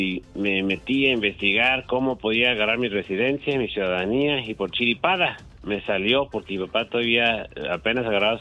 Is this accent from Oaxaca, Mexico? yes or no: yes; Oaxaca, Mexico; now in Los Angeles, United States; Yo pues, nací en México, nací en Oaxaca. Voy a ser el primer oaxaqueño concejal aquí de la ciudad de Los Ángeles.